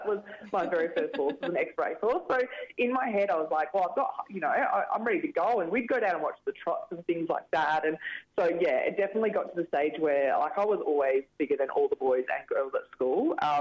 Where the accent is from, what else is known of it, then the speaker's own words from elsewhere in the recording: Byford, Western Australia, Australia; We grew up in Byford, We had 5 acres. Me and my sister had a couple of ponies that we did pony club on.